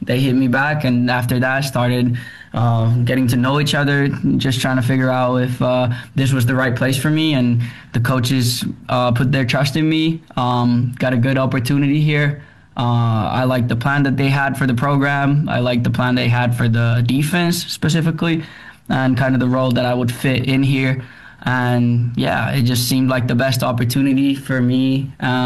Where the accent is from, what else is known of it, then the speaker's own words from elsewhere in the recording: Tampere, Pirkanmaa, Finland; And then I played all throughout, I think, U17 in Tampere, which is my hometown team, Tampere Saints.